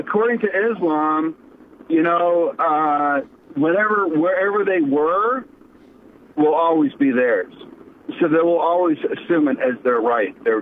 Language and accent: English; California, United States; You know, I'm from California, so whatever.